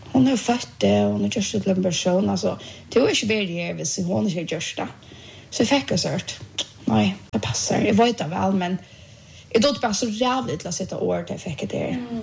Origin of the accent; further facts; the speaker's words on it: Bulgaria; Swedish is a second language